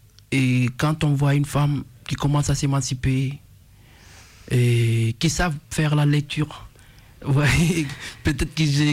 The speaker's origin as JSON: {"language": "French", "country": "Guinea", "moved": "yes", "said": "le rythme de chez moi, de la Guinée qu'on a."}